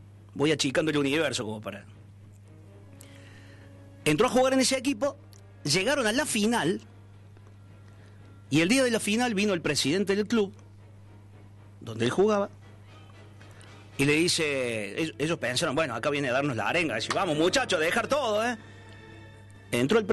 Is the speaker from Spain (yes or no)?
no; Argentina; Siempre somos los argentinos, somos pocos llorones también.